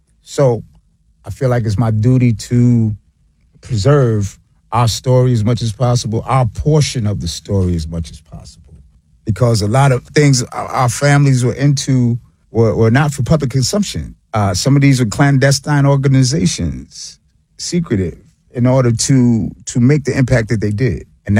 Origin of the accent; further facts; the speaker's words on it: Queens, New York, United States; I'm from South Jamaica, Queens, New York.